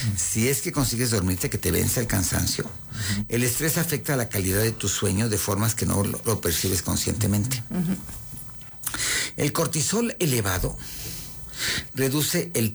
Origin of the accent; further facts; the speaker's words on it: Coacalco, State of Mexico, Mexico; No, ¿qué te pasa? ¿Por qué te metes con Coacalco?